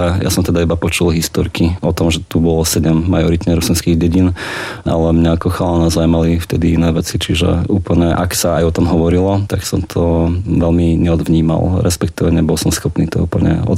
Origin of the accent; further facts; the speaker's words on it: Košice, Košice Region, Slovakia; ja pochádzam z Košic, moje korene sú košické a moja babka pochádzala z obce Kolbasov, ktorá je v Ulickej doline a babka bola Rusinka.